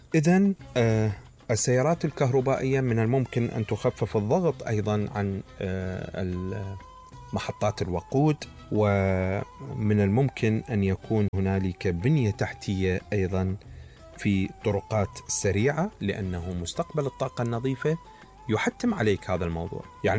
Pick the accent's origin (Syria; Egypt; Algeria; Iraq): Iraq; عندنا في العراق